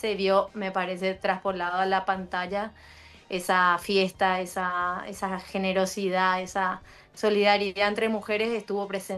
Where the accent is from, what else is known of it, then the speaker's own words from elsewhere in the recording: Paraguay; accent: Paraguayan; moved away; No, yo podía seguir con mi acento paraguayo